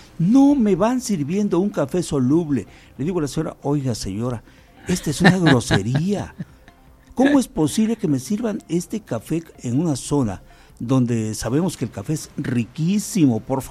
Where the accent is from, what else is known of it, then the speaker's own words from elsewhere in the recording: Mexico; Qué orgullosos nos sentimos de decir soy mexicano.